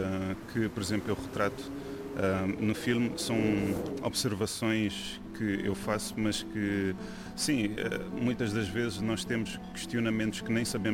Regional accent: Cape Verde; now in Lisbon, Portugal; como cabo-verdianos residentes em Lisboa, de reivindicar o nosso espaço

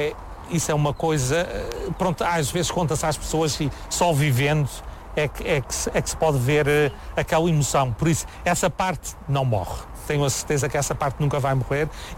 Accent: Angra do Heroísmo, Azores, Portugal; Para ser sincero, sou mais apegada a qualquer sítio de Portugal do que a minha terra natal. Gosto muito de ir à Terceira, porque ainda tem família lá.

